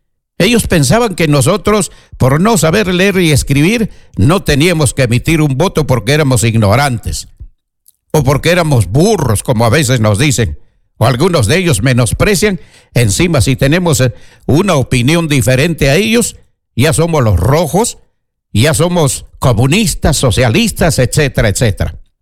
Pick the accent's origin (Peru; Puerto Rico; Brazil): Peru; todos somos peruanos.